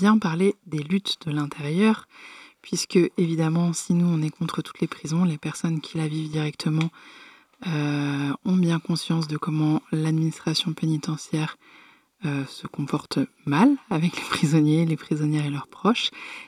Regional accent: Guadeloupe; now in France; Tout ça parce que je veux rentrer chez moi en Guadeloupe et revoir les miens, et mourir en paix, voilà ma situation depuis que je suis en prison en France.

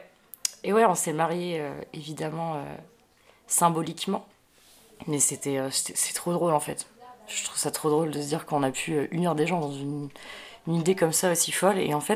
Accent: Saint-Brieuc, Brittany, France; moved away; moi je suis bretonne, je viens de Saint-Brieuc.

